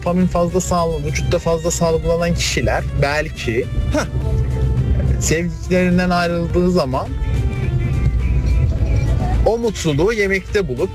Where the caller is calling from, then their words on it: İzmir, Turkey; Ben İzmir'den.